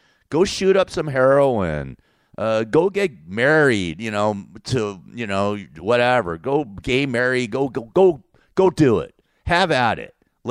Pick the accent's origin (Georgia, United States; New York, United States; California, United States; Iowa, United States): California, United States; Los Angeles; I'm from Los Angeles. I'm an Angeleno. I want to get back home and try to help save my city, for Christ's sake.